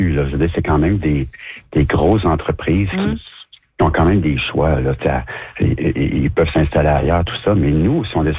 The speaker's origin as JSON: {"language": "French", "town": "Montreal", "region": "Quebec", "country": "Canada", "said": "je suis Montréalais d'origine. Donc, j'ai vu la rue Mont-Royal, la rue Ontario."}